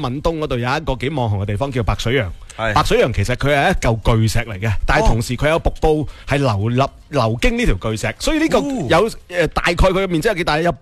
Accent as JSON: {"language": "Cantonese", "region": "Guangdong", "country": "China", "said": "我哋广东人"}